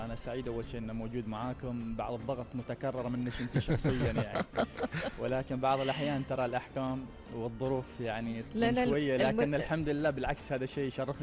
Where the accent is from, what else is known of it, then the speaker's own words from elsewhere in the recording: Oman; عن بلادنا عمان وعن صلالة